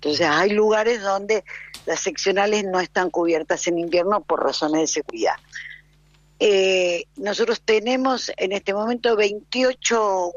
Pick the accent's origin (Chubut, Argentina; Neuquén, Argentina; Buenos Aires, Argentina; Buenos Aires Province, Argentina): Neuquén, Argentina; San Martín de los Andes; born there; Yo soy nacida en San Martín hace muchos años.